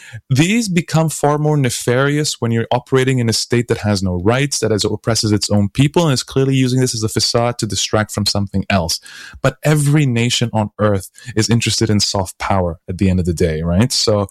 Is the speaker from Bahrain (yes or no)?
yes; Bahrain; I grew up in the Gulf. I spent 10 years in Bahrain.